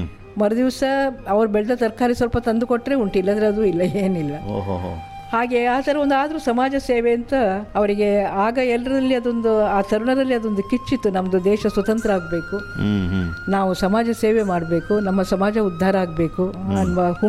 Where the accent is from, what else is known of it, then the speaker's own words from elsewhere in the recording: Innanje, Karnataka, India; born there; also born or lived in Mumbai; now in Mangalore, India; ನಮ್ಮ ಹಳ್ಳಿಯಲ್ಲಿ ಇನ್ನಂಜೆ ಅಲ್ಲಿ ನಾನು ಕಲಿತದ್ದು.